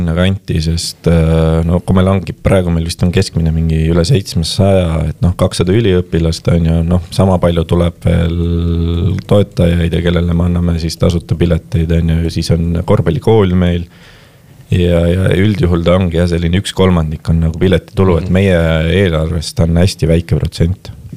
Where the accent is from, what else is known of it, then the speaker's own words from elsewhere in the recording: Kilingi-Nõmme, Pärnu County, Estonia; No ma olen sellisest kohast pärit nagu Kilinginõmme. See on siis väike Pärnuma linn